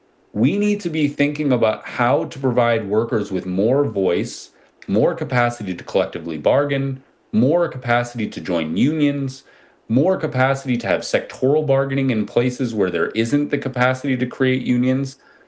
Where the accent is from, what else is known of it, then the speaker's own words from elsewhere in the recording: Minnesota, United States; Well, so I'll shout out my home state of Minnesota again, because we just banned prediction markets in the state.